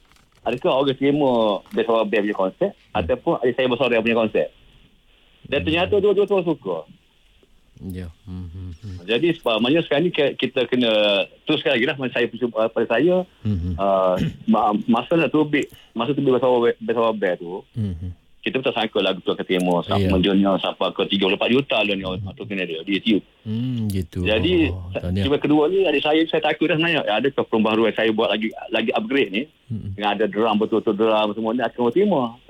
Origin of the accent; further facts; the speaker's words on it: Kelantan, Malaysia; moved away as an adult; now in Kuala Lumpur, Malaysia; rasa nak balik Kelantan